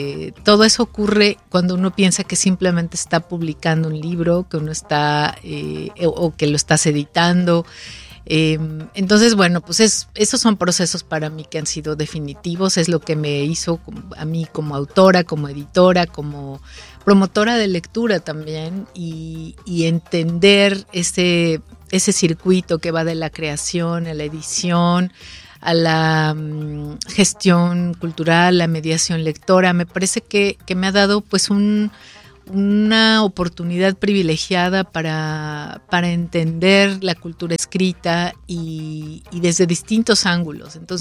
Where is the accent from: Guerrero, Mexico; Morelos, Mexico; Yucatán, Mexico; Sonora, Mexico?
Morelos, Mexico; Cuernavaca; born or raised there